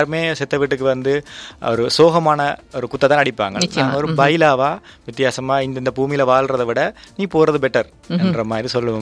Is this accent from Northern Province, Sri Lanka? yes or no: yes; Jaffna, Northern Province, Sri Lanka